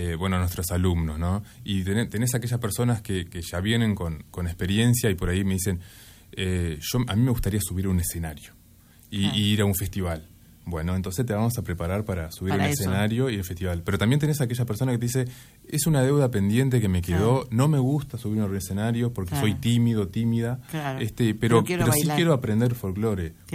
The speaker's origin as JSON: {"language": "Spanish", "town": "Ansina", "region": "Tacuarembó", "country": "Uruguay", "tie": "born or raised there", "also_born_or_lived": "Montevideo", "moved": "yes", "lives_now": "Colonia, Uruguay", "said": "somos los dos de Tacuarembó"}